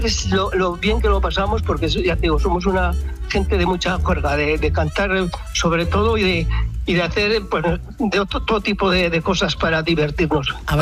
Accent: Ezcaray, La Rioja, Spain; Vamos a ver, yo soy de Ezcaray.

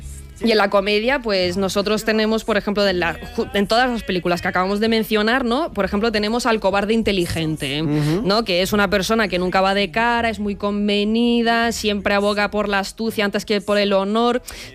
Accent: Russia; Spanish is a second language; ya yo os digo, como rusa, que es un tipo de carácter que también existe en Rusia, ¿no?

